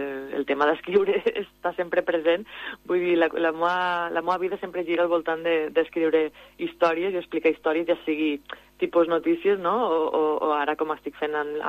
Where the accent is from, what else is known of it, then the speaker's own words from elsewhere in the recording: Móra d'Ebre, Catalonia, Spain; jo sóc de Mora d'Ebre, de la Ribera d'Ebre